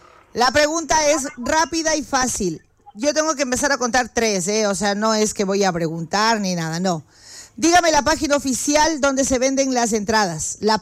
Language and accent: Spanish; Mexico; No, es que yo soy de México.